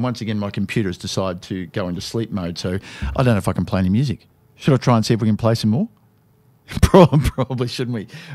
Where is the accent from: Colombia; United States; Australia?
Australia